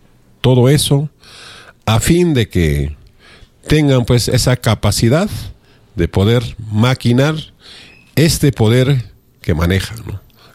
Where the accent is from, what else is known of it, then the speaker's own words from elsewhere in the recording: Peru; una gran mayoría de los peruanos reflexionamos de una y otra forma